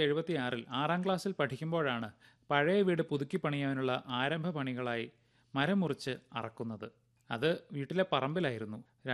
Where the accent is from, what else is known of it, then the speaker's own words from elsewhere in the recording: Kaloor, Kerala, India; now in Paingottoor, India; പൈങ്ങോട്ടൂർ എന്ന ഗ്രാമത്തിൽ നിന്നും. ഞാൻ ജനിച്ചു വളർന്നത് കലൂർ എന്ന തൊട്ടടുത്ത ഗ്രാമത്തിലാണ്.